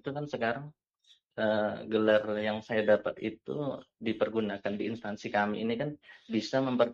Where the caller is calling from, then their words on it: Berau, East Kalimantan, Indonesia; Saya dari Brau Kalting.